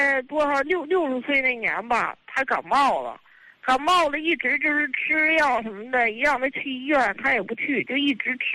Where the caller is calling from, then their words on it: Tangshan, Hebei, China; 我是唐山的啊。